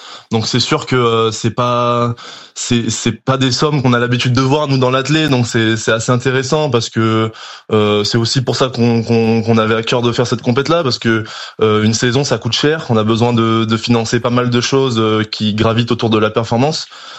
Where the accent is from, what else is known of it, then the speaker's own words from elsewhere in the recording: Martinique; moved away; J'ai décidé de rentrer chez moi en Martinique